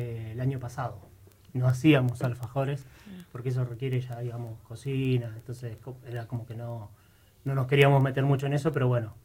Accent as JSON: {"language": "Spanish", "town": "Rosario", "region": "Santa Fe", "country": "Argentina", "moved": "yes", "said": "Somos rosarinos nosotros."}